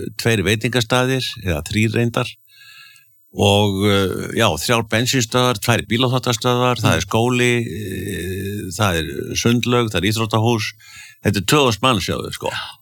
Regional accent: Akureyri, Northeastern Region, Iceland; Þetta minnir mig á þegar ég var krakki alast upp á Akureyri.

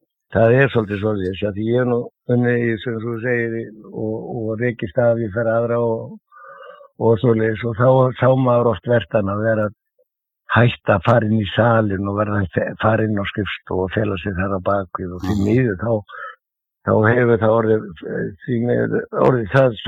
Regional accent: Reykjavík, Capital Region, Iceland; ég er fæddur og uppalinn í Klefsholtinu

